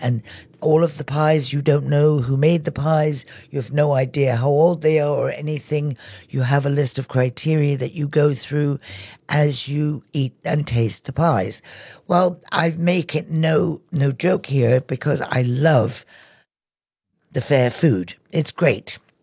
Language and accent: English; United Kingdom; moved away; Growing up in the United Kingdom